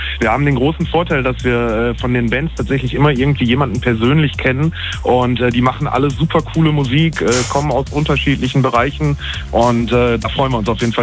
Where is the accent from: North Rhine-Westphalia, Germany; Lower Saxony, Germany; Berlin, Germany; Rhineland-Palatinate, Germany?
North Rhine-Westphalia, Germany; Mülheim an der Ruhr; ich komme aus Mühlheim, ich wohne hier